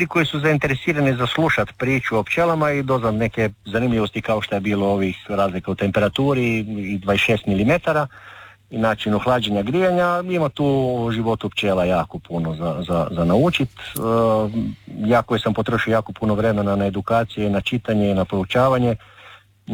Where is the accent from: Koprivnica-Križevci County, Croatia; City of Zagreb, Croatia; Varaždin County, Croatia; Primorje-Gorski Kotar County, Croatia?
Primorje-Gorski Kotar County, Croatia